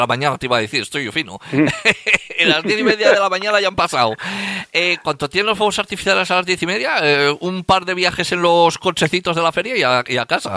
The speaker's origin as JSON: {"language": "Spanish", "country": "Spain", "said": "Pues sí, como manda la tradición española, que para algo somos españoles."}